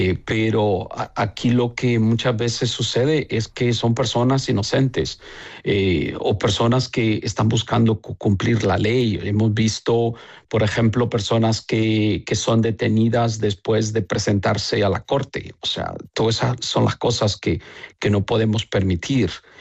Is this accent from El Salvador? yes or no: yes; El Salvador; also born or lived in Washington / Maryland; now in United States; Cuando salí de El Salvador, traía una mochila quizás pues con una mudada, pero esa mochila venía llena de sueños, llena de esperanza, llena de proyectos.